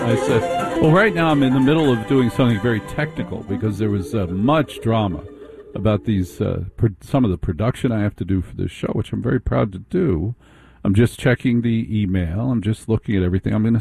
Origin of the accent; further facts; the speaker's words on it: Newark, New Jersey, United States; born there; So my grandfather, my father's father, was born in Malibu, and I was born in Newark.